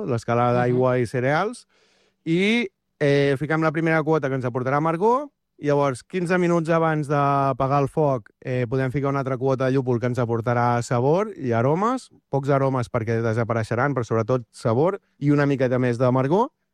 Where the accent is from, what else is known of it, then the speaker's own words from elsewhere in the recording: Arenys de Mar, Catalonia, Spain; Arenys de Mar, sempre. Capital de l'Almaresma. jo vaig començar amb això.